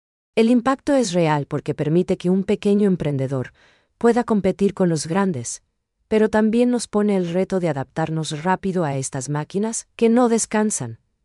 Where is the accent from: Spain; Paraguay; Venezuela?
Paraguay; ese trato personalizado que es lo que nos identifica como paraguayos ante el mundo